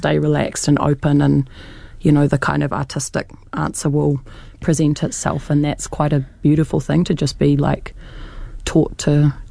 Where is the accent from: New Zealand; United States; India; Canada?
New Zealand; Wellington; moved away as an adult; now in Auckland, New Zealand; I was born and raised in Pōneke in Wellington, but have been living in Auckland on and off for the past 10 years.